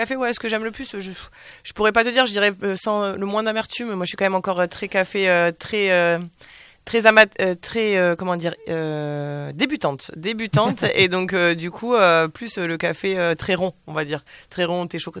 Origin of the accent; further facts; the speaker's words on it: Rhône Valley, France; Je suis du Rhône aussi, donc typiquement, on me ramène du Vaqueras encore.